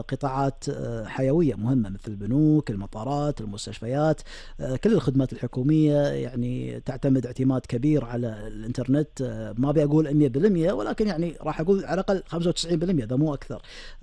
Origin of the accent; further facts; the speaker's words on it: Kuwait; أنا من الكويت